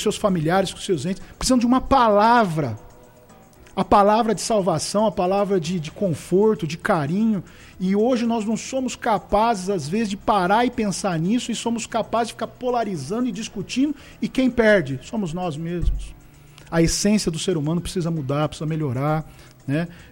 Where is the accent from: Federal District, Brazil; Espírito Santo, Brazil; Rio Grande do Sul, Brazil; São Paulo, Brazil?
São Paulo, Brazil; Bauru; moved away as an adult; now in Limeira, Brazil; minha vida hoje está em Limeira. Eu sou natural da cidade de Bauru, passei boa parte da minha vida lá, mas sempre trabalhei fora.